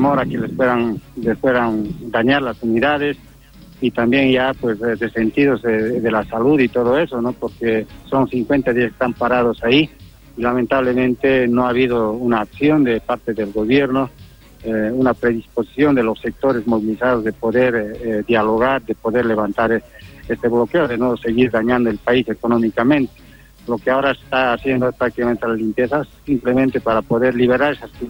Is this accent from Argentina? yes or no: no; Bolivia; nosotros también somos bolivianos